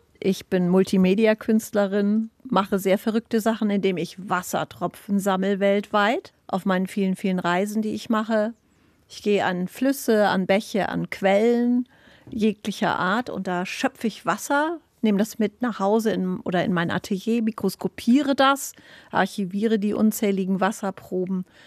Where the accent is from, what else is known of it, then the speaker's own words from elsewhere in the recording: Hamburg, Germany; Also ich bin damit auch aufgewachsen in Hamburg mit der Elbe.